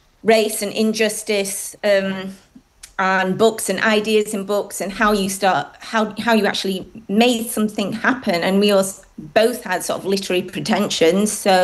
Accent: Barnsley, Yorkshire and the Humber, United Kingdom; I was in my early 20s and I was pretty desperate growing up in Barnsley.

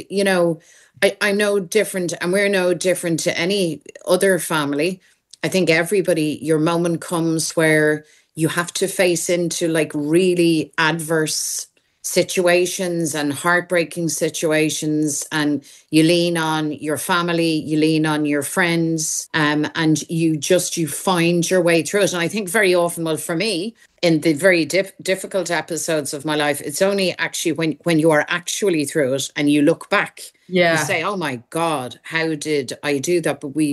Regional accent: Ireland; I'm an Irish Republican. I believe in the freedom and unity of our country. That's who I am.

